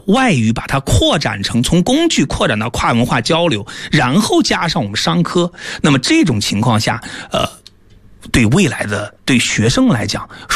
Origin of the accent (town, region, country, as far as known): China